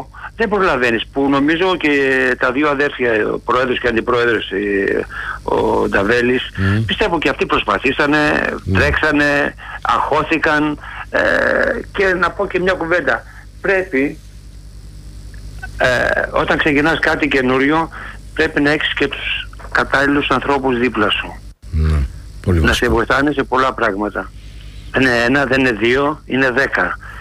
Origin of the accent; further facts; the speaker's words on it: Elassona, Thessaly, Greece; Εγώ είμαι από Ελασσόνα, πιο πάνω από την Λάρισα.